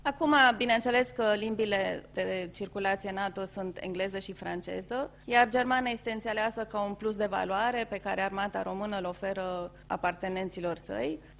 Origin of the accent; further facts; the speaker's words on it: Sibiu, Sibiu County, Romania; M-am născut în Sibiu și Sibiu are o lungă tradiție cu limba germană, fiind un oraș, acum am venit numai cuvinte în germană, ursprünglich, deci fiind un oraș german, am crescut într-o tradiție germană, am urmat grădinița, școala în limba germană, am studiat în Germania.